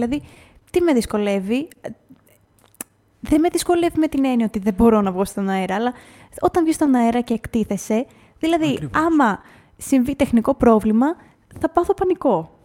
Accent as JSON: {"language": "Greek", "town": "Trikala", "region": "Thessaly", "country": "Greece", "also_born_or_lived": "Crete", "said": "Δηλαδή, είναι οι καταγωγές μου σίγουρα από τα Τρίκαλα και από την Κρήτη, από τα Τρίκαλα Θεσσαλίας, το χωριό μου, και από την Κρήτη."}